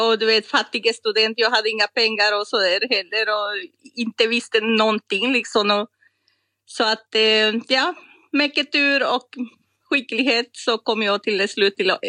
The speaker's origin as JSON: {"language": "Swedish", "country": "Costa Rica", "second_language": "Swedish", "moved": "as an adult", "said": "Jag kommer från Costa Rica. Och hade studerat i Polen då på 90-talet."}